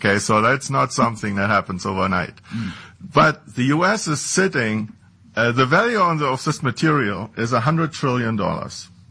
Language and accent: English; Berlin, Germany; English is a second language; moved away as an adult; now in Las Vegas, United States; I was born and raised in Berlin. I went to school there, got my PhD at the Institute for Radiation and Nuclear Physics. And after that, I came to the U.S. in 1994 and to Nevada, actually to Las Vegas at the time.